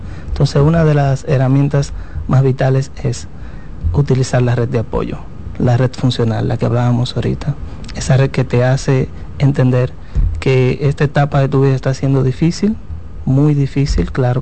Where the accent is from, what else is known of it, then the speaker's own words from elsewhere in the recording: Dominican Republic; nosotros como dominicanos